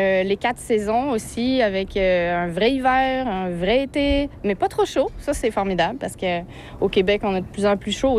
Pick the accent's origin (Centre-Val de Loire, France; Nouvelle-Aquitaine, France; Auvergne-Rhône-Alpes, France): Nouvelle-Aquitaine, France; Tulle; born there; Mais oui, je suis née à Tulle.